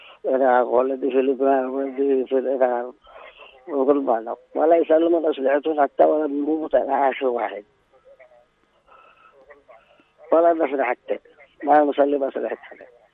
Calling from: Al Hudaydah, Yemen

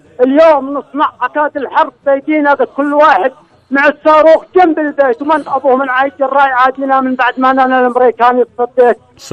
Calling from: Sanaa, Yemen

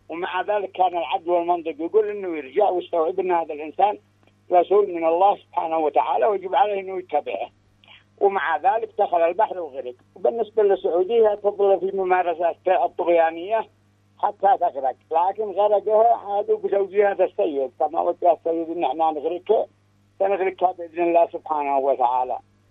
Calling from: Yemen; انا من بيت ردمان من عزله بني علي.

